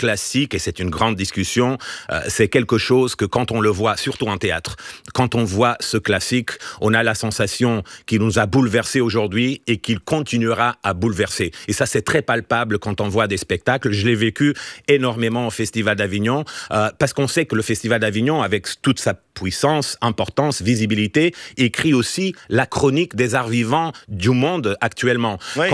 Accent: Portugal; now in France; moi je peux le dire en tant que Portugais, parce que là j'ai pas le risque d'être chauvin

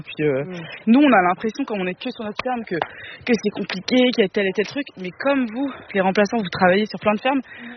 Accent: Centre-Val de Loire, France; On s'est installé loin de notre famille, moi je viens du Loir-et-Cher et mon conjoint il a grandi en région parisienne

